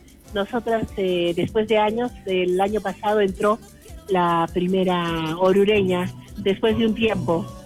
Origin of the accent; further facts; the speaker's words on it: Peru; now in Oruro, Bolivia; Yo soy de Perú